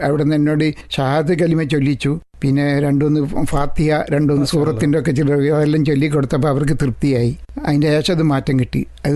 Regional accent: Kozhikode, Kerala, India; moved away as an adult; Kozhikode Kuttichira

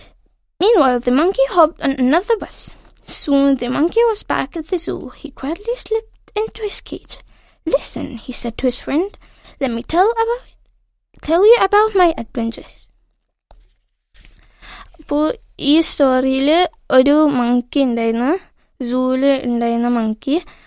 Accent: Delhi, India; ഞാൻ ജാമിയമില്ല ഇസ്ലാമിന്റെ അടുത്താണ്.

